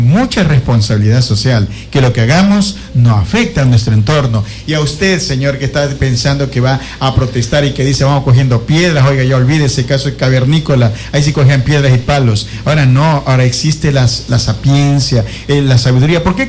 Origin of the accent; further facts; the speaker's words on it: Ecuador; nosotros sí somos ecuatorianos